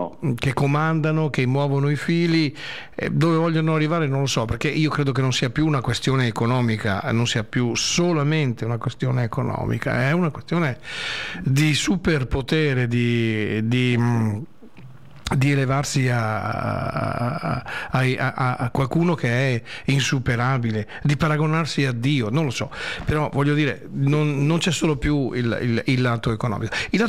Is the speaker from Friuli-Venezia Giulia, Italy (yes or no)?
no; Brugine, Veneto, Italy; born there; sono nato in provincia di Padova, a Brugine